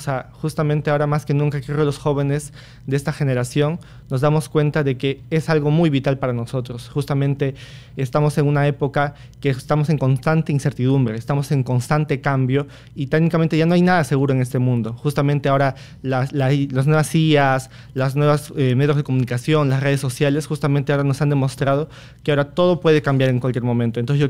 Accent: Peru; muchos de nosotros como peruanos.

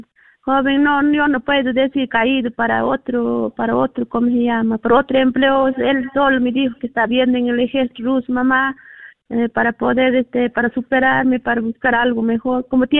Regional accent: Huánuco, Peru; Estoy llamando de acá, de soy natural de Huánuco, 2 de mayo, distrito de Marías.

